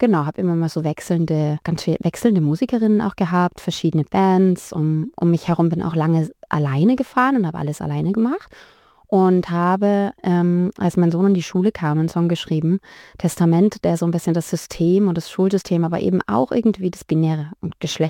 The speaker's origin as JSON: {"language": "German", "town": "Heilbronn", "region": "Baden-Württemberg", "country": "Germany", "tie": "born or raised there", "also_born_or_lived": "Thuringia", "lives_now": "Tübingen, Germany", "said": "Also ich bin geboren in Thüringen, bin dann so kurz nach der Wende mit meinen Großeltern und meiner Mama ins Schwabenland gezogen, nach Heilbronn."}